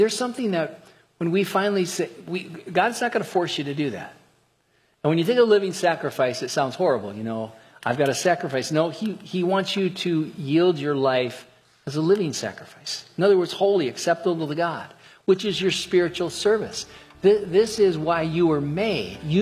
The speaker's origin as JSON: {"language": "English", "region": "New Jersey", "country": "United States", "said": "I'm from New Jersey and I'm escaping the storm."}